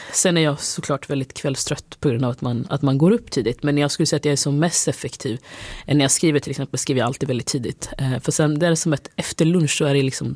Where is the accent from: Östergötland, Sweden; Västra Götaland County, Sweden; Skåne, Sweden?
Östergötland, Sweden; Linköping; Jag är ju från Linköping